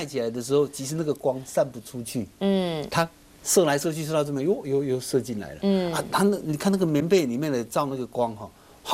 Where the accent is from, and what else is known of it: Taiwan